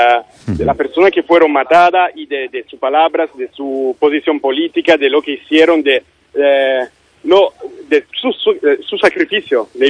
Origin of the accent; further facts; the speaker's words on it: Italy; siendo como italiano y teniendo esa gerencia histórica